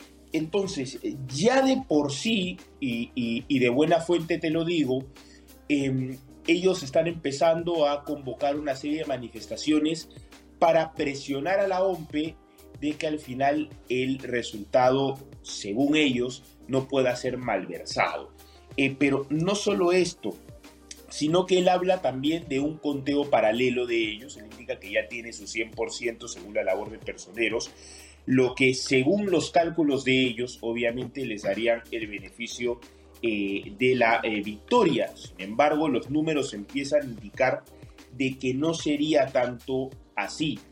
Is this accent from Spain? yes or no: no; Peru; No, yo soy peruano. Ah, yo soy de aquí, de Perú.